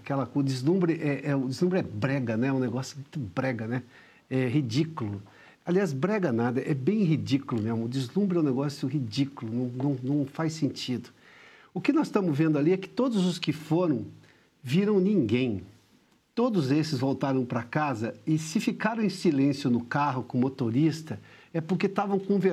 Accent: São Paulo, Brazil; interior de São Paulo, de onde eu venho, no meio da década de 80, isso já não era chique, tá?

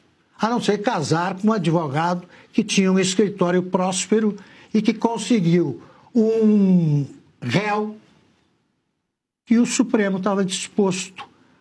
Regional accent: São Paulo, Brazil; Também eu sou paulista e há paulistas de quinta categoria.

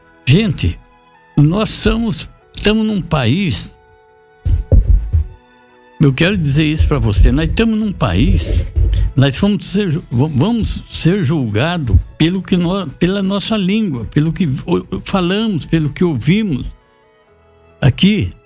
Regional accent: Brazil; se somos brasileiros, temos que ler na nossa língua.

